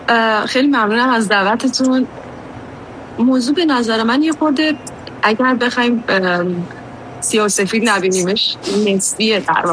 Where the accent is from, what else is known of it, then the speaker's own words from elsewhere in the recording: southern Iran, Iran; ما که از جنوب اومدیم